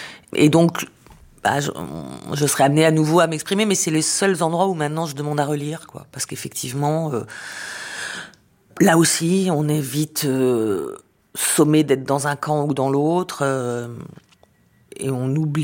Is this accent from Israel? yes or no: yes; Israel; born or raised there